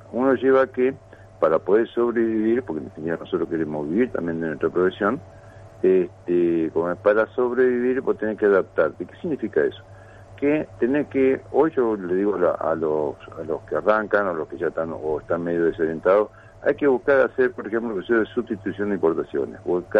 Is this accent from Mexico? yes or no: no; Argentina; nosotros, ¿cierto?, como sociedad argentina